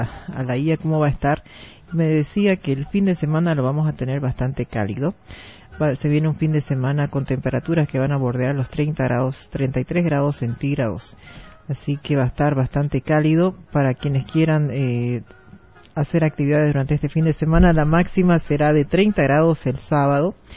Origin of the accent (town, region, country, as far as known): Bolivia